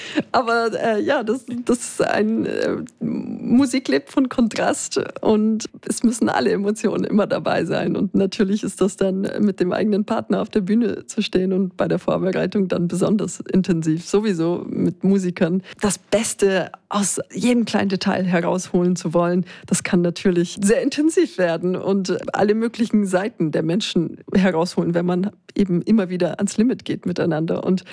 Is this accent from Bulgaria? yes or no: yes; Bulgaria; moved away; In Bulgarien haben wir auch eine ganz besondere Volksmusik.